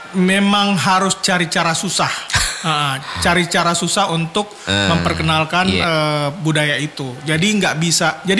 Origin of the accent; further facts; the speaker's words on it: Makassar, South Sulawesi, Indonesia; now in Jakarta, Indonesia; saya kan saya tinggal di Jakarta, jadi kacamata saya unik mungkin karena saya tinggal di Jakarta tapi saya orang Makassar